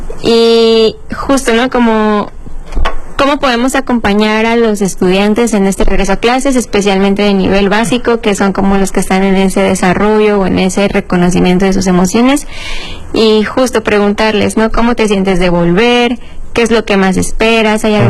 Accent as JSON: {"language": "Spanish", "region": "Mexico City", "country": "Mexico", "moved": "yes", "said": "Yo soy de Ciudad de México"}